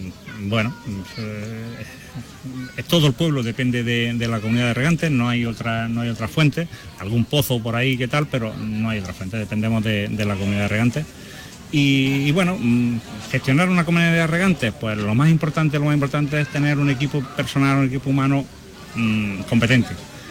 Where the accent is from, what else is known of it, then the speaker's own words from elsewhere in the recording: Andalusia, Spain; aunque somos de la provincia de Almería, aunque somos andaluces, pertenecemos a la cuenca del Segura, a la cuenca de Murcia